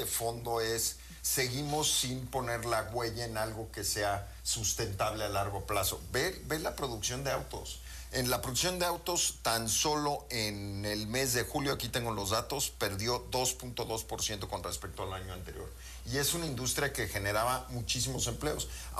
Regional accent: Mexico; bien por México.

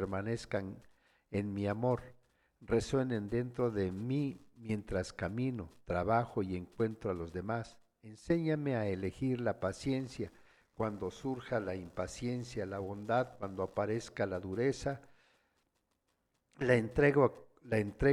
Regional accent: San Juan Yucuita, Oaxaca, Mexico; Igual hay un saludo para las familias que nos están escuchando en mi pueblo, San Juan Yucuita.

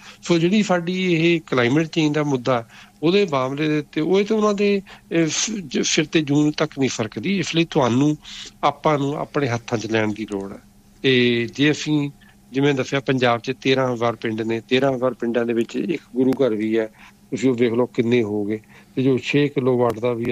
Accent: Jalandhar, Punjab, India; ਤੇ ਮੇਰਾ ਪਿੰਡ ਜਲੰਧਰ ਦੇ ਲੱਗਿਆ, ਅਸੀਂ ਉੱਥੇ ਜਲੰਧਰ ਵਗੈਰਾ ਦੇ ਲਵਾ ਰਹੇ ਹਾਂ

